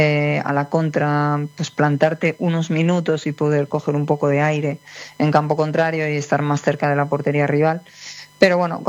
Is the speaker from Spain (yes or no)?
yes; Spain; soy española